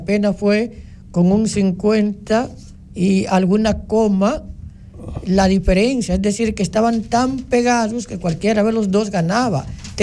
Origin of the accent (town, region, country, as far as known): Dominican Republic